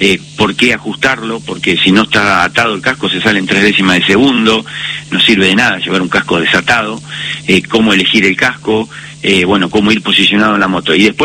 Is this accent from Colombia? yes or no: no; Lonquimay, La Pampa, Argentina; yo soy de Lonquimay, también un pueblo muy chiquitito